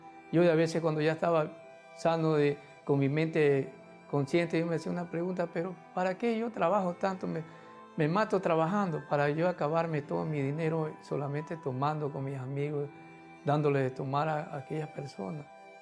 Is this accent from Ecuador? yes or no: yes; Guayaquil, Guayas, Ecuador; porque yo aquí en Guayaquil me vine de muy pequeño, me vine del campo, me crié solo aquí en Guayaquil, viví solo